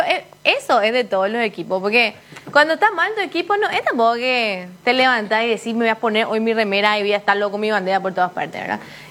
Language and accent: Spanish; Barrio Obrero, Asunción, Paraguay; Bueno, pero nosotros yo somos de Barrio Obrero.